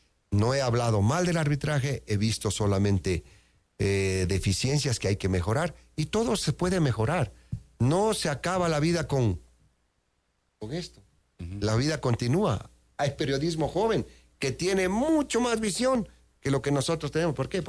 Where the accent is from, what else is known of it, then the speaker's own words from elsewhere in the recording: Ecuador; now in Switzerland; yo soy ecuatoriano